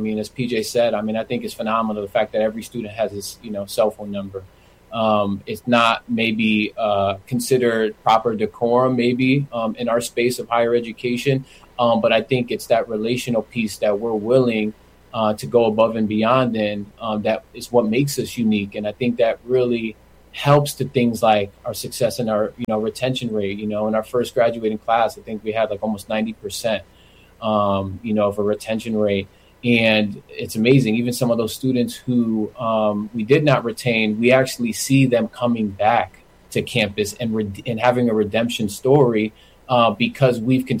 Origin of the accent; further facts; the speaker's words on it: Bridgeport, Connecticut, United States; We're from Bridgeport. You know, my mother lives just down, you know, the road from the campus. I grew up in a home not too far from there. And had very similar struggles as a first generation and low income Latino from Bridgeport.